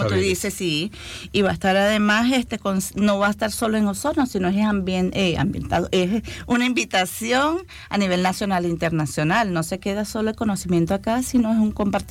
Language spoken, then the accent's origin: Spanish; Venezuela; now in Chile; Yo soy de Venezuela y estoy trabajando en la Universidad de Los Lagos desde el año 2018